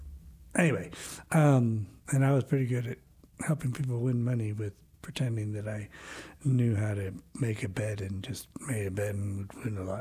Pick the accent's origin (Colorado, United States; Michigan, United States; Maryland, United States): Maryland, United States; Baltimore; now in Boston, United States; I grew up outside the Preakness. In fact, Pimlico is the other side. That racetrack in Northwest Baltimore